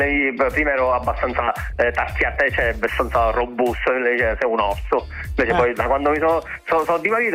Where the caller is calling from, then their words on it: Palermo, Sicily, Italy; io sono di Palermo, cioè da noi in Sicilia si mangia meravigliosamente bene.